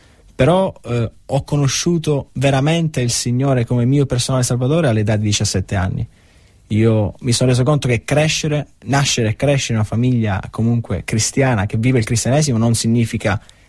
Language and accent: Italian; Villafranca Tirrena, Sicily, Italy; also born or lived in Messina; now in Perugia, Italy; io sono di Messina, quindi sono nato a Messina e sono cresciuto in un paese vicino Messina, un piccolo paese, Villafranca Tirrena, al quale sono molto attaccato, però non vivo più lì purtroppo, adesso vivo a Perugia.